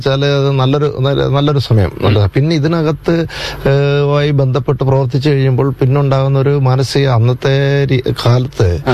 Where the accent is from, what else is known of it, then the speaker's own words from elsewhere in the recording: Alappuzha district, Kerala, India; born there; also born or lived in Kollam; ഞാൻ ജനിച്ചത് ആലപ്പുഴ ജില്ലയിലാണ്. കരിമുളയ്ക്കലിനും ചാരുമൂടിനും ഇടയിലുള്ള ഒരു സ്ഥലമാണ് അവിടെ.